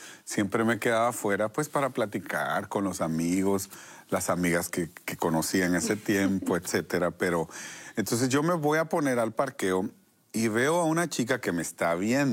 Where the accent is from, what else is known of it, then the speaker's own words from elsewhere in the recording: Guatemala; Guatemala.